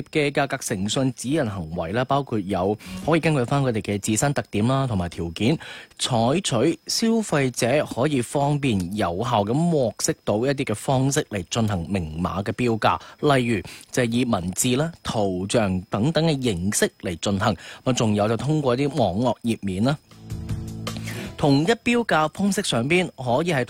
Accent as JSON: {"language": "Cantonese", "region": "Guangdong", "country": "China", "said": "我哋广东人"}